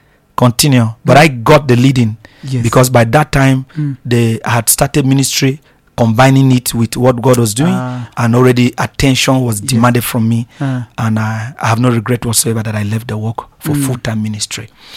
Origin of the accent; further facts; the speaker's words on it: Nigeria; moved away; I said, I'm Nigerian.